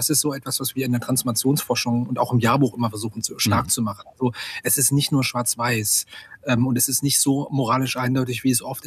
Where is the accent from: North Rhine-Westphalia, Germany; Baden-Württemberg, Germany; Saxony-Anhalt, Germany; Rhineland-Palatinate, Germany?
Saxony-Anhalt, Germany; Und natürlich fallen die Wahlergebnisse in Leipzig ganz anders aus als in meiner Heimatstadt oder meiner alten Heimatregion in Mansfeld-Südharz.